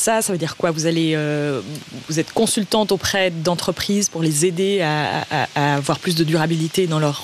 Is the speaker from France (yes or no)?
no; Fribourg, Switzerland; J'aimerais quand même dire en tant que fribourgeoise que c'est vraiment un cliché